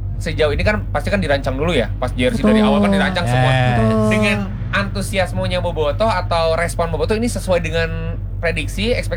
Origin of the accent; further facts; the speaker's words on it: Bandung, West Java, Indonesia; jujur saya ikut bangga banget sebagai warga Bandung